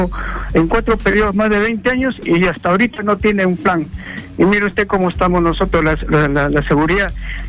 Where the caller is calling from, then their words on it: Lima, Peru; de Chorrillos.